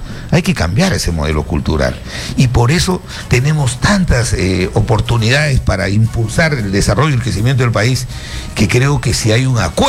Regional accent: Chiclayo, Lambayeque, Peru; Yo soy de Lambayeque, de Chiclayo

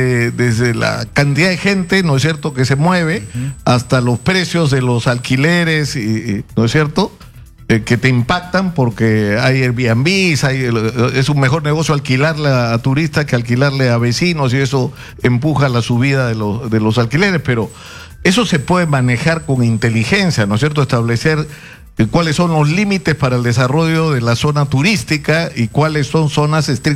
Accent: Lima, Peru; born there; yo cuando era niño viví en Miraflores, viví años, desde los 7, 8 años hasta que me fui de casa de mis padres, muy mocoso

